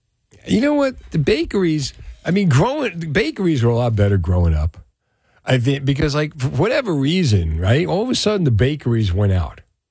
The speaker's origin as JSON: {"language": "English", "town": "Union City", "region": "New Jersey", "country": "United States", "tie": "born or raised there", "said": "I grew up in Union City."}